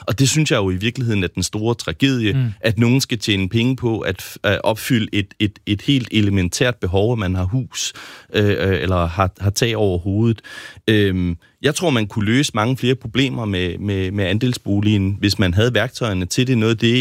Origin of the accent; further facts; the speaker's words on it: Jutland, Denmark; now in Copenhagen, Denmark; jeg bor selv i hovedstaden, men er født og opvokset i Jylland, og jeg synes, vi snakker alt for lidt om den andre dele af Danmark også.